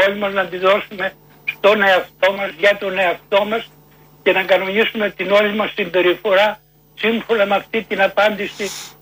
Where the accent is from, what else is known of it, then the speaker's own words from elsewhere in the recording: Greece; moved away as an adult; εγώ λείπω από την Ελλάδα από 20 χρονών, 29 που έφυγα, και όσο απομακραίνω τόσο πιο πολύ την αγαπώ.